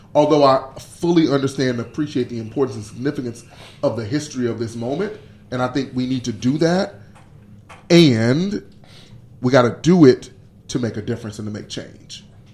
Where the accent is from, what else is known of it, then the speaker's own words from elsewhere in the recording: Hughes, Arkansas, United States; Well, my dad's from Hughes, and so I grew up basically in Hughes as well. So I'm from the Delta.